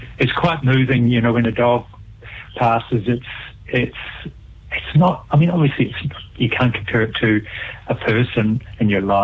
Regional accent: Waimate, Canterbury, New Zealand; now in Auckland, New Zealand; I'm from Waimate, just south of Timaru, and I grew up there. I'm up in Auckland now.

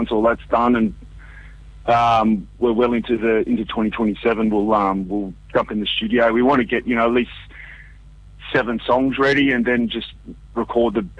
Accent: Sydney, New South Wales, Australia; Carl, Mika and Matt are originally from Auckland and I'm originally from Sydney. But we all sort of moved down here without knowing each other

